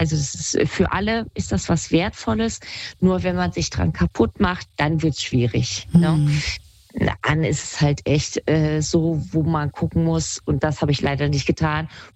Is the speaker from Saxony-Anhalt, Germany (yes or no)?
no; Kassel, Hesse, Germany; moved away